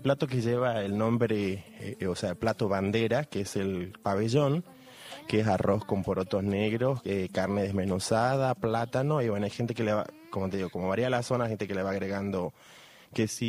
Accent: Venezuela; moved away

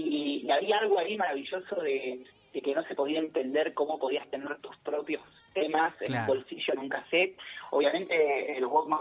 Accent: Argentina; sobre todo siendo argentinos y teniendo esta idea de la vida tan parecida entre todos nosotros.

